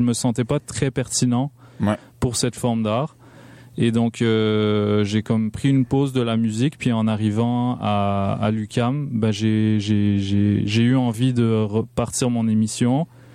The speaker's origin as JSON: {"language": "French", "town": "Ville-Saint-Laurent", "region": "Quebec", "country": "Canada", "tie": "born or raised there", "said": "Ben, moi, pour ceux qui savent pas, j'ai grandi à Ville-Saint-Laurent."}